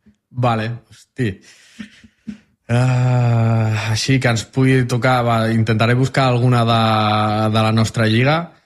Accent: Maçanet de la Selva, Catalonia, Spain; jo soc de Massanet.

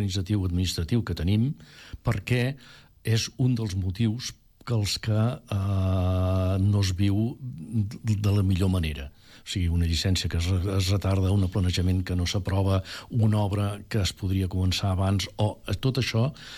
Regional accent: Catalonia, Spain

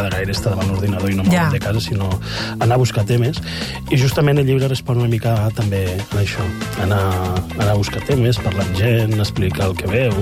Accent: Campredó, Catalonia, Spain; also born or lived in Paüls; Ara mateix m'ha sentat aquí a Terres de l'Ebre. Jo sóc de Campredó, mig de Campredó, mig de Paüls.

